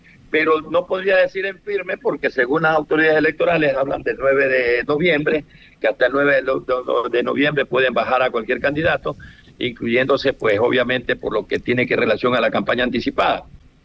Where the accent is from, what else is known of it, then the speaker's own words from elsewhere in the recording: Manta, Manabí, Ecuador; pocos manabistas hemos tenido la suerte de hacerlo. Soy el único de Manta, creo que somos dos en la provincia con el señor Bellatini